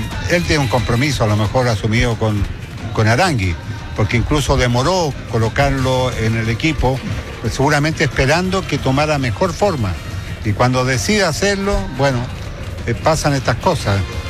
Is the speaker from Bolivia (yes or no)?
no; Chile